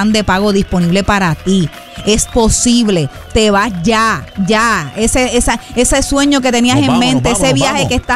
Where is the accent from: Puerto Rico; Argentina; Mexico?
Puerto Rico; Caguas; Yes, mi ciudad natal.